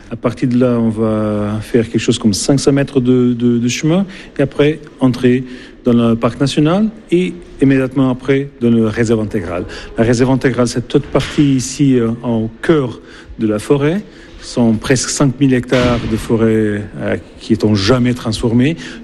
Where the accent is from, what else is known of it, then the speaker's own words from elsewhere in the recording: Lisbon, Portugal; French is a second language; Je suis portugais, de Lisbonne.